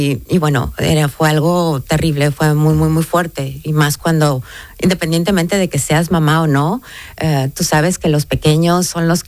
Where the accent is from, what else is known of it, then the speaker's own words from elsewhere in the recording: Mexico; en mi caso yo soy mexicana, ¿no? Y uno como mexicano piensa que ya está curado de espantos.